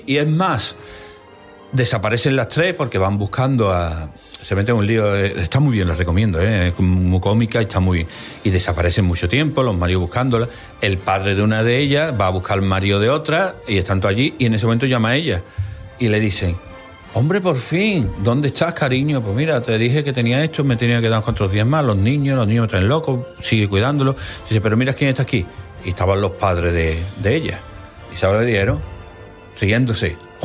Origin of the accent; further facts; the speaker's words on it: Andalusia, Spain; porque somos sevillanos, andaluces, tenemos que poner mucha tela.